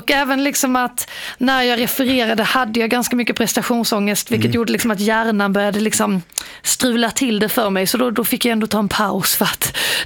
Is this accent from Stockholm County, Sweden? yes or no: no; Båstad, Skåne, Sweden; Jag kommer ju från Båstad, där det är väldigt populärt med tennis